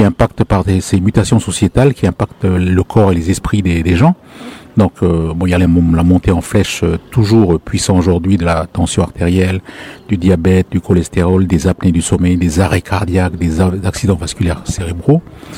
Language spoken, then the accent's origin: French; Lifou, Loyalty Islands Province, New Caledonia; Donc, nous sommes des Mélanésien. Moi, je suis mélanésien d'origine de l'Ifou.